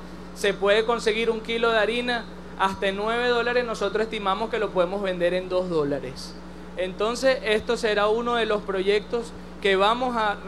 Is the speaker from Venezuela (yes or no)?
yes; Venezuela; nosotros como empresarios venezolanos